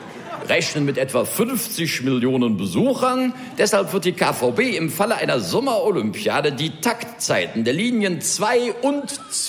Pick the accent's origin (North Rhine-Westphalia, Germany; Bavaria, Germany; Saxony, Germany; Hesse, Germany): North Rhine-Westphalia, Germany; Cologne; typisch für uns Kölner